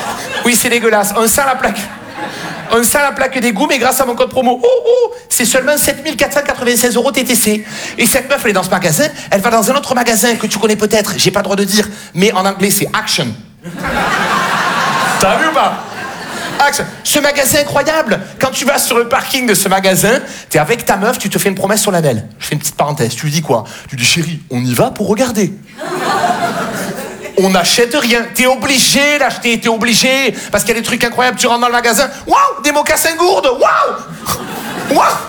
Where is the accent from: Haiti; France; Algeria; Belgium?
France; Marseille, Provence-Alpes-Côte d'Azur